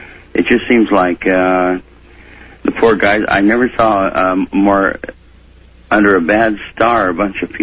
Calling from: Lake Elsinore, California, United States; from Lake Elsinore, California.

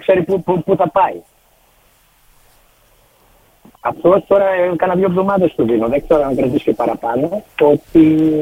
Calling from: Greece; Εμείς σαν Έλληνες πάλι χάνουμε.

